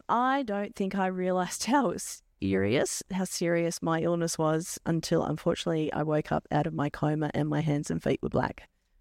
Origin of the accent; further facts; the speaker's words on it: Melbourne, Victoria, Australia; now in Kilmore, Australia; So I grew up in Melbourne. I am the youngest of four kids. I've got two older brothers and an older sister.